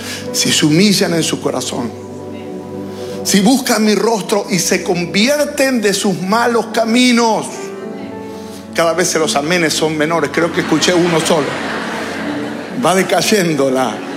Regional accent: Argentina

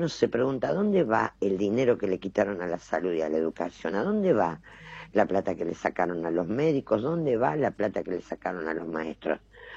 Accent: Santa Fe, Argentina; Yo soy santafesina

